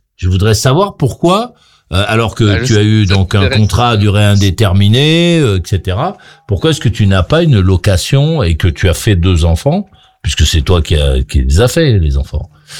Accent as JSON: {"language": "French", "country": "France", "said": "chez nous en France"}